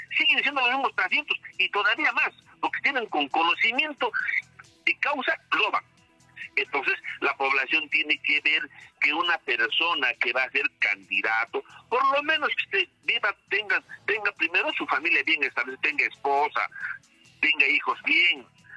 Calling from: Acomayo, Rondocan district, Cusco, Peru; Yo soy Acomaíno, distrito de Rondoca.

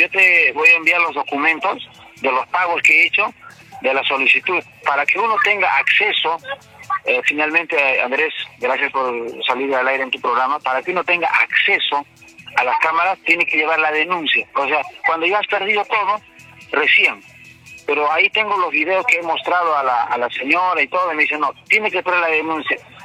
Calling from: Cusco, Peru; yo me siento muy indignado como cusqueño

